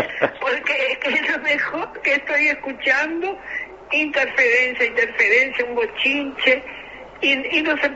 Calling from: Nico Pérez, Florida, Uruguay; Soy del departamento de Florida, de Nico Pérez.

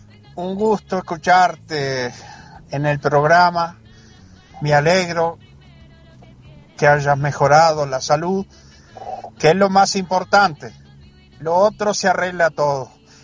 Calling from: Costa de Pando, Canelones, Uruguay; desde acá de Costa de Pando

